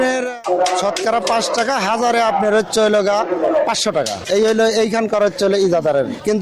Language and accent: Bangla; Pabna, Rajshahi Division, Bangladesh; এটা পাবনা আতাইকুল্লা থানা কৃষ্ণপুর বাড়ি।